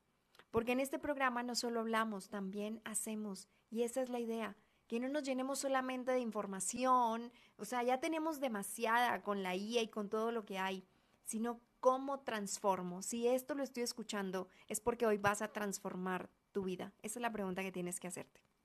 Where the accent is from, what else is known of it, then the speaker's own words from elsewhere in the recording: Colombia; now in Guadalajara, Mexico; colombiana, hoy vivo en Guadalajara, México